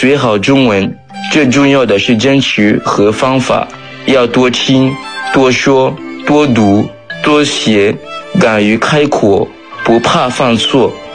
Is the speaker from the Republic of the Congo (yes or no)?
yes; Republic of the Congo; Chinese is a second language